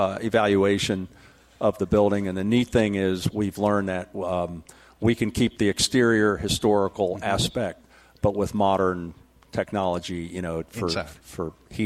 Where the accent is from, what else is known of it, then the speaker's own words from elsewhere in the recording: Ohio, United States; Of course, I'm from Ohio, so I'm excited about, you know, spending the week after the air show in wine country.